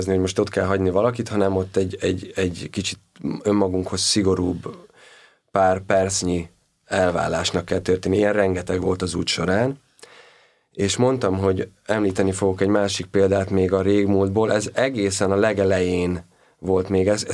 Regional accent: Hungary; én magyar vagyok

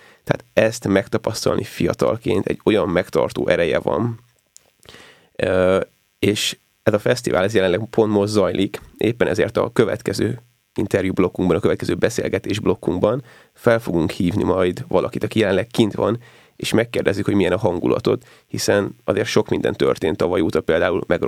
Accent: Hungary; magyarok vagyunk, én is magyar vagyok

